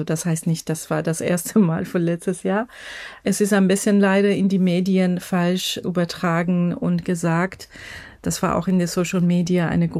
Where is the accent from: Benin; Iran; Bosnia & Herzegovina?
Iran; German is a second language; now in Germany; ich komme aus dem Iran und lebe jetzt gerade in Deutschland, und dass man mit mehrere Identität zu tun hat, dass man immer wieder an der Suche ist, eine Zugehörigkeit zu finden